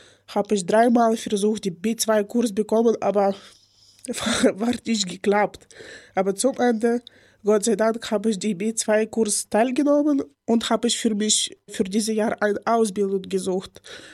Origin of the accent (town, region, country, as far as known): Ukraine; German is a second language; moved away as an adult; now in Germany